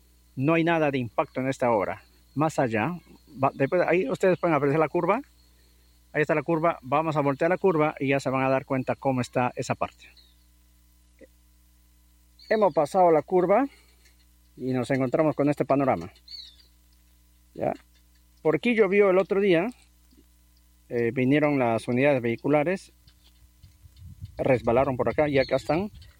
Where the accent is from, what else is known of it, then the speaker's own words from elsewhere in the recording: Urcupata, San Martín, Peru; Somos pobladores de Urcupata